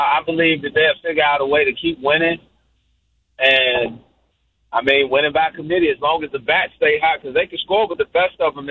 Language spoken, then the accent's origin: English; Chicago, Illinois, United States; I'm a Chicagoan. I'm a Southsider when it comes to baseball.